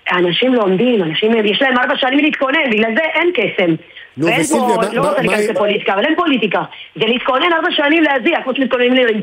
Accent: Argentina; מותר לי להגיד כארגנטינאית

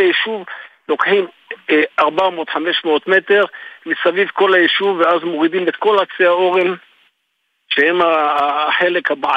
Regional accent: Kisalon, Jerusalem District, Israel; אני נולדתי פה, אני 60 שנה פה.

